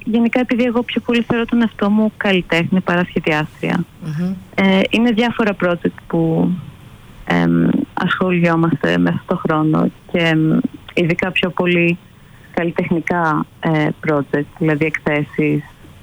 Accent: Greece; now in London, United Kingdom; Εγώ είμαι Ελληνίδα, αλλά μένω στο Λονδίνο.

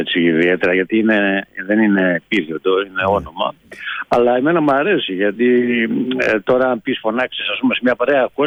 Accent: Panagia, Greece; now in Sweden; να έρχομαι περισσότερο από μια φορά τον χρόνο στην Παναγία, στο χωριό μου δηλαδή.

